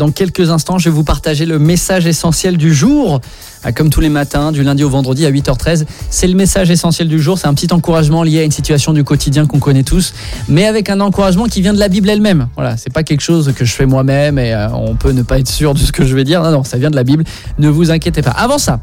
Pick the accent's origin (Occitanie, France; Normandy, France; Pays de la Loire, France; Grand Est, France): Normandy, France; moi, je suis originaire de Normandie.